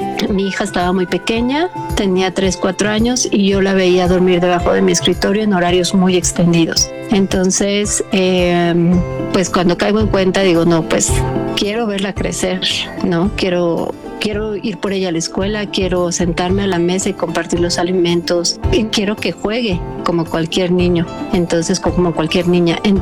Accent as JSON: {"language": "Spanish", "country": "Mexico"}